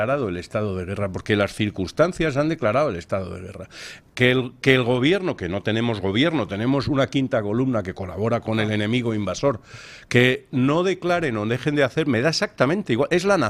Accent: Spain; para mí, como español

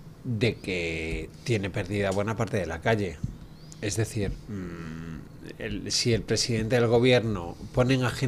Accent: Málaga, Andalusia, Spain; Dejo mi tierra, Málaga

